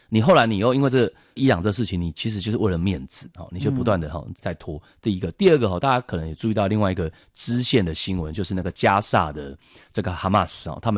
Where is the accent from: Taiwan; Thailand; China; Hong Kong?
Taiwan; 这我们台湾人有时候会忽略川普这个模式